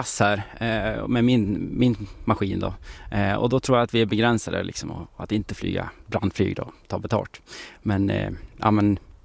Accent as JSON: {"language": "Swedish", "town": "Fagersta", "region": "Västmanland County", "country": "Sweden", "moved": "yes", "lives_now": "Åsele, Sweden", "said": "Nej, jag är ju från Bergslagen då, Fagersta. Jag har fått förmånen att flytta hit faktiskt."}